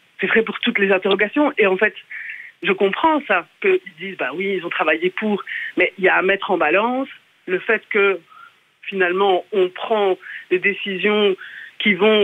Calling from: Villers-la-Ville, Wallonia, Belgium; moi je viens de Villers-la-Ville et j'enseigne à Bruxelles

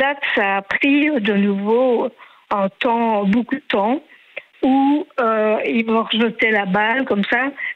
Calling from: Nalinnes, Wallonia, Belgium; je viens de Naline.

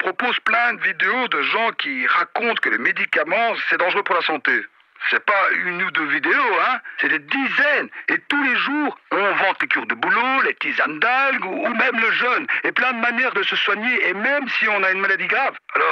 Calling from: Brussels, Brussels-Capital Region, Belgium; de Bruxelles.

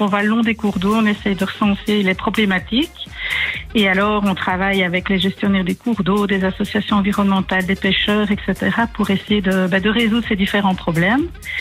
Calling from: Tellin, Wallonia, Belgium; De Télin, en province de Luxembourg.

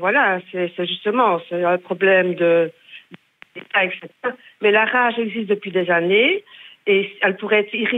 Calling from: Belgium; Ici chez nous en Belgique

